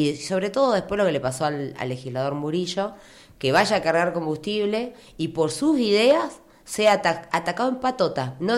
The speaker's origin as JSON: {"language": "Spanish", "town": "Allen", "region": "Río Negro", "country": "Argentina", "said": "somos el corazón de Vaca Muerta, porque somos los mayores productores"}